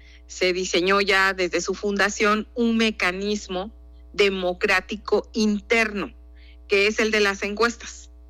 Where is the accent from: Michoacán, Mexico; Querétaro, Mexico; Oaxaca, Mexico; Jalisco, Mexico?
Oaxaca, Mexico; como oaxaqueñas, oaxaqueños, como mexicanos que somos